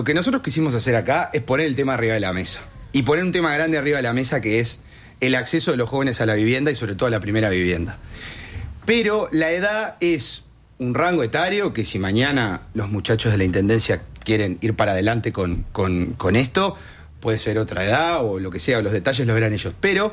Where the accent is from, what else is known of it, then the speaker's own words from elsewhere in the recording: Montevideo, Uruguay; cualquiera de nosotros que somos montevideanos